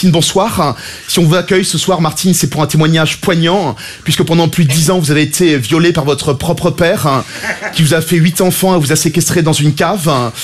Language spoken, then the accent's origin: French; La Courneuve, Île-de-France, France; Non, moi, j'ai grandi à la Courneuve, je suis intermittent du spectacle, je fais les heures.